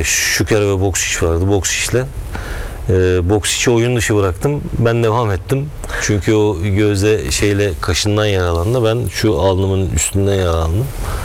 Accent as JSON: {"language": "Turkish", "region": "North Aegean", "country": "Turkey", "said": "Yani biz, ben Kuzey Ege'den çıkan bir çocuk olarak, hı-hı, ben Kuzey Ege'liyim."}